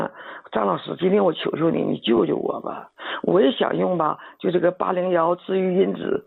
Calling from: Heilongjiang, China; 我是黑龙江的。

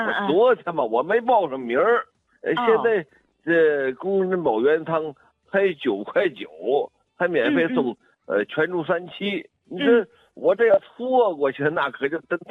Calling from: Gansu, China; 我是甘肃的，我今年67岁，

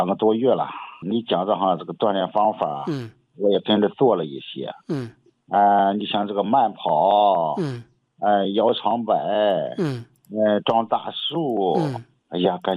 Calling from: Shandong, China; 我是山东的听众

